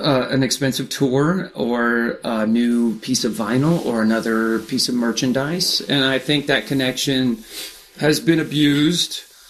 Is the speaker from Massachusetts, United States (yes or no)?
no; Oklahoma, United States; We're from Oklahoma. We've always had red dirt in our shoes. And this is a song that is an homage to that, where we come from.